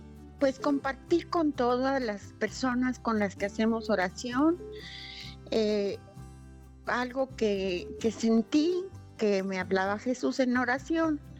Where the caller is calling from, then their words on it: Zapopan, Jalisco, Mexico; Me comunico de aquí de Zapopan.